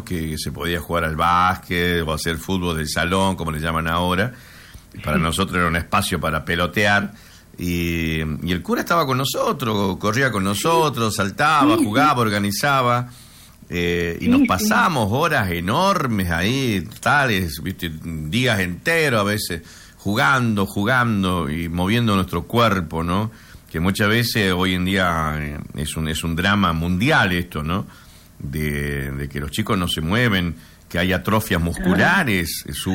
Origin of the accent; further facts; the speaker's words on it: Argentina; Que los argentinos somos muy particulares.